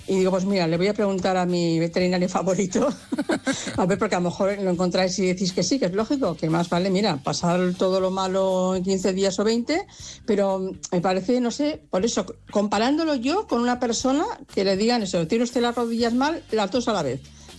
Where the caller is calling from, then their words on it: Cornellà de Llobregat, Catalonia, Spain; aquí de Cornellá.